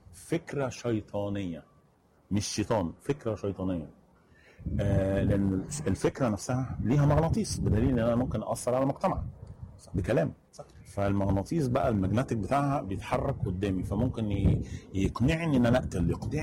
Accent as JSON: {"language": "Arabic", "country": "Egypt", "said": "احنا مصريين"}